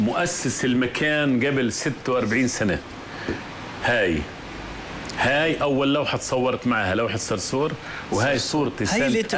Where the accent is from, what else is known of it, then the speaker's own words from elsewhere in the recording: Jordan; بقدم قيمتي كإنسان أردني على على الذي عاش على هذه الأرض الطيبة.